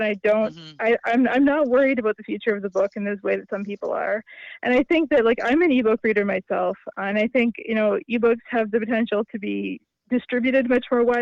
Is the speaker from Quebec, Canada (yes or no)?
no; Nova Scotia, Canada; I'm from Nova Scotia originally, yeah.